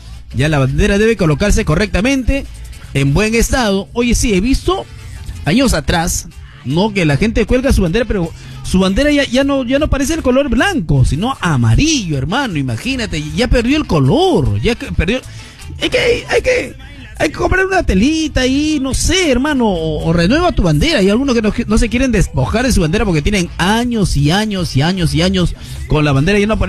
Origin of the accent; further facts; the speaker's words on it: Peru; Somos peruanos y estamos en nuestro mes patrio.